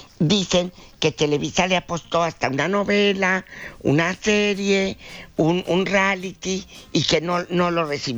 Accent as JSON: {"language": "Spanish", "country": "Mexico", "said": "Somos los mismos mexicanos en fregarnos."}